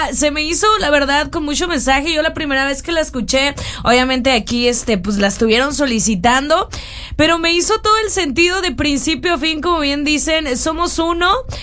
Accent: Mexico; una rola que nos identificó a todos los mexicanos, porque en México somos todos.

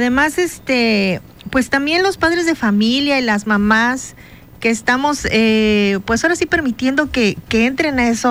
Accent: Bacalar, Quintana Roo, Mexico; Así es, soy de Bacalar, sí, soy de Carrillo, vengo de Quintana Roo, represento, sí, ah, sí.

